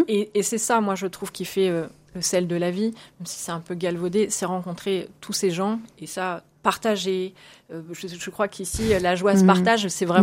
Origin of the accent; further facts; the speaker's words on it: Niort, Nouvelle-Aquitaine, France; born there; Je suis née à Niort